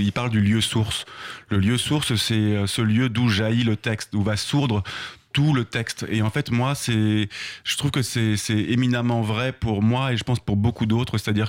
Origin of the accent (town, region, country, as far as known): Normandy, France; born or raised there